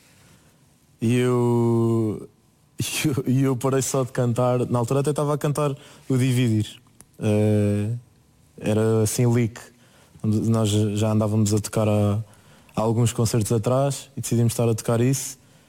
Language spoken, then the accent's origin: Portuguese; Ourém, Centro, Portugal; Eu digo sempre prima que sou de Orém, mas depois tenho que dizer que é, opá, o pé de Fátima.